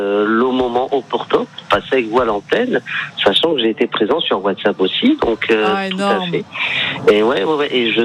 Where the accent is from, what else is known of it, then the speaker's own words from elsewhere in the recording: Bordeaux, Nouvelle-Aquitaine, France; Je suis de Bordeaux.